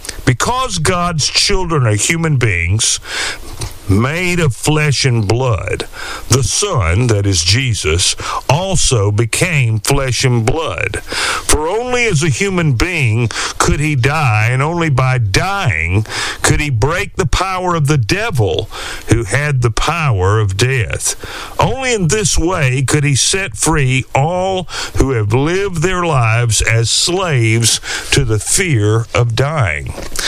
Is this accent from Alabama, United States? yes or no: yes; Alabama, United States; I remember growing up in Alabama and how we would wake up in the morning and the fog and the mist would be on the pastures